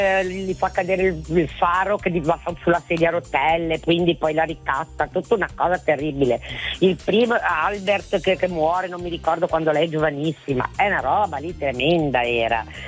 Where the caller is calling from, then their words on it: Genoa, Liguria, Italy; Di Genova, sono di Genova